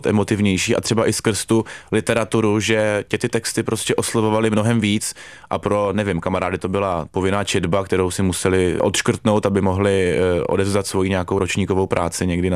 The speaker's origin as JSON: {"language": "Czech", "town": "Ostrava", "region": "Moravian-Silesian Region", "country": "Czechia", "said": "Jsem z Ostravy a moje maminka právě jako vždycky tomu tak říkala pajdák."}